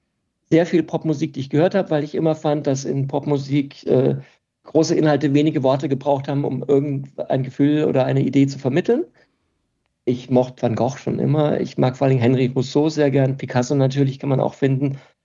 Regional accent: Karlsbad, Baden-Württemberg, Germany; born or raised there; moved away as an adult; also born or lived in Munich

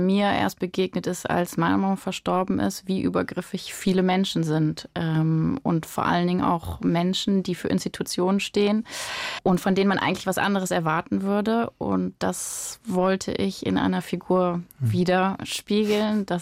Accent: Erkelenz, North Rhine-Westphalia, Germany; Erkelenz ist meine Heimatstadt

